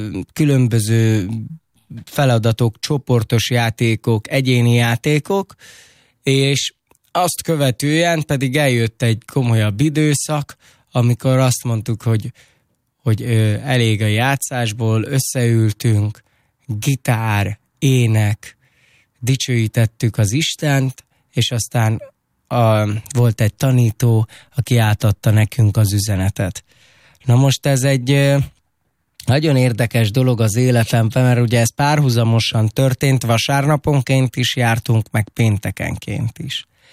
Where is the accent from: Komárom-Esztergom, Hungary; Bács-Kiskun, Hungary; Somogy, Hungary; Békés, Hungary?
Komárom-Esztergom, Hungary; Esztergom; born there; körülbelül 2 éves korom óta járok a Golgota keresztény gyülekezetbe, Esztergomba. A szüleim elváltak, és ezért oda kezdtünk el járni. Azelőtt a szüleim Budapestre jártak egy roma közösségbe, egy cigány gyülekezetbe